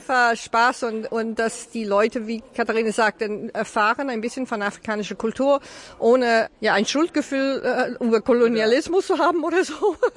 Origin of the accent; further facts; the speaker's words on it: Canada; German is a second language; moved away; ich bin persönlich in Kanada mit einem Riesenboa aufgewachsen